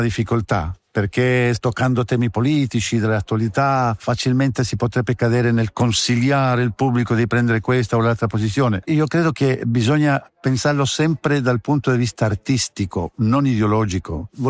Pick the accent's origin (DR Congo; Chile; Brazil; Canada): Chile; moved away; Ciò che io ho vissuto come cileno, come rifugiato